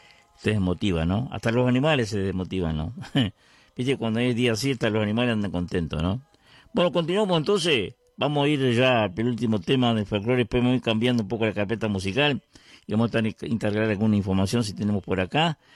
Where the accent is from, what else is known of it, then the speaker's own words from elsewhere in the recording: Vergara, Treinta y Tres, Uruguay; Salud para toda la gente de mi pueblo, para la gente de Vergara y la región